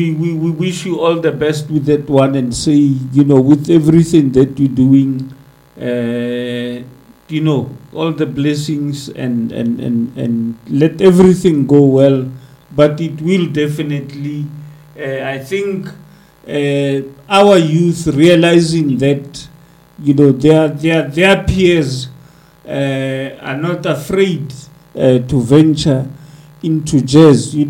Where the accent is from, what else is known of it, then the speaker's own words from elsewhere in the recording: South Africa; So, you feel proud as a South African, because jazz is actually part of our heritage, part of our identity as South Africans.